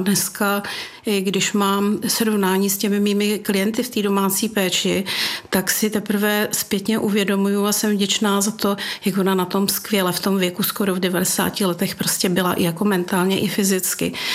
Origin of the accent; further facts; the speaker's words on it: Jičín, Hradec Králové Region, Czechia; born there; Vrátila jsem se do svého rodného Jičína, do svého rodného města, ale důvodem bylo především to, že tady žila ta moje babička